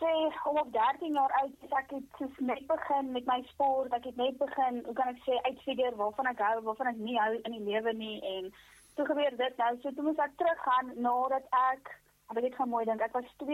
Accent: Free State, South Africa; ek is gebore in die Vrystaat, of eintlik maar welkom voor in ons rus area. Ek het daar groot geword, laerskool klaar gemaak, hoërskool klaar gemaak en ja, ken hom al my hele lewe lang Vrystaatse deel, as ek so kan sê.

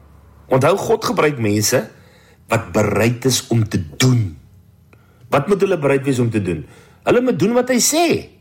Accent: Vredendal, Western Cape, South Africa; ek kom af van Vredendal se wêreld af. Ons het maar ons eie manier van dinge doen. En ek kom met agter, ek is 57 jaar oud

